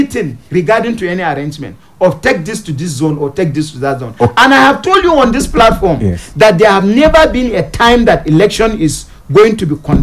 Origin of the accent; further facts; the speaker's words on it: Kanam, Plateau, Nigeria; I am from Kanam.